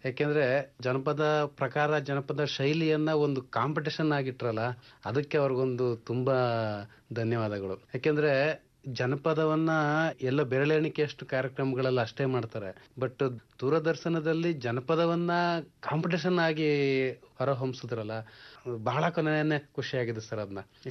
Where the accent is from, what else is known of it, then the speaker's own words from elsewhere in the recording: Begowdigere, Karnataka, India; Sir, Mandya ಜಿಲ್ಲೆ, ಮಂಡ್ಯ ತಾಲೂಕು, ಬೀಗೌಡಿಗೆರೆ ಗ್ರಾಮದ sir.